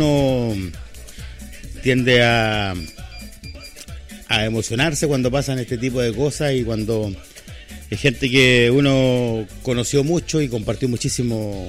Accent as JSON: {"language": "Spanish", "region": "Maule", "country": "Chile", "said": "para quienes somos de la Quinta Norte"}